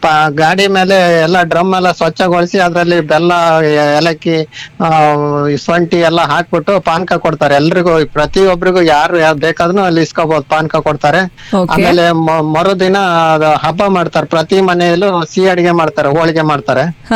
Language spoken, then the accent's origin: Kannada; Rameshwara, Karnataka, India; moved away; ರಾಮೇಶ್ವರ ಅಂತಂದ್ರೆ ನಮ್ಮೂರ್ನಲ್ಲಿ ಒಂದು ಎರಡು ದೇವಸ್ಥಾನ ಇದೆ ಮೇಡಮ್ ಅವರೇ.